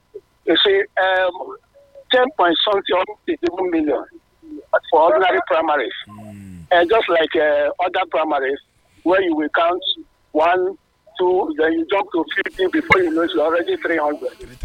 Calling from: Nigeria; calling from Rama Park.

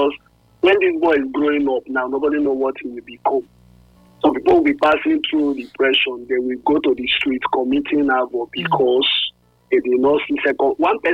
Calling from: Umuahia, Abia, Nigeria; I'm calling from Umuahia.

